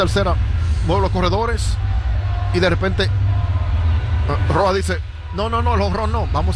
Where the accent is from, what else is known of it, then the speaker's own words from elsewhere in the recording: Dominican Republic; yo me siento contentísimo como dominicano.